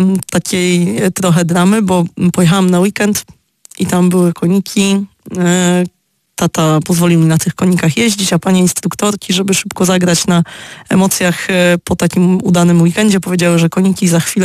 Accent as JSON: {"language": "Polish", "area": "Tricity", "region": "Pomeranian Voivodeship", "country": "Poland", "said": "Pochodzę z Trójmiasta"}